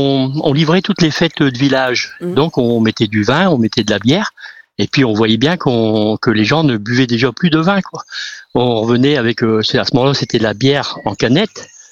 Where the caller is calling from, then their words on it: Saint-Omer, Hauts-de-France, France; tout près de chez nous à Saint-Omer